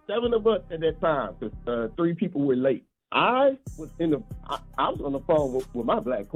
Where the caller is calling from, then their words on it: College Park, Georgia, United States; though I call from Atlanta, I'm really from College Park, Georgia, but I live in Atlanta.